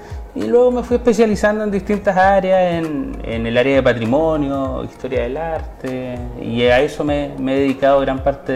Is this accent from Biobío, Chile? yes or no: yes; Tomé, Biobío, Chile; Yo soy originario de Frutillares, pero mi crianza fue prácticamente en el sector centro de aquí de Tomé.